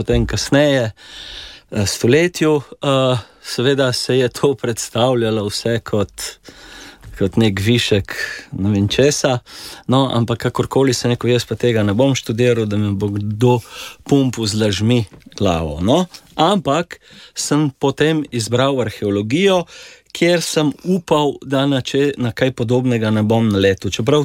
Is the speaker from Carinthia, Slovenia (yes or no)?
no; Šempeter pri Gorici, Gorizia, Slovenia; born there; Ja, jaz sem rojen v Šempetru pri Gorici, en prvih v novi porodnišnici takratni, ja.